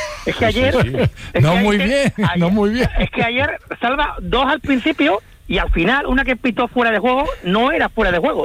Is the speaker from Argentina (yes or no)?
no; La Rinconada, Andalusia, Spain; el portero de mi pueblo, de la Rinconada